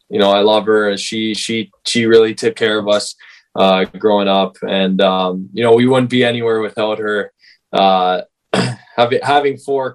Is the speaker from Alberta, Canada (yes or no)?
no; King City, Ontario, Canada; I'm from King City. We have a small local rink just by my house, like maybe a 2-3 minute walk away.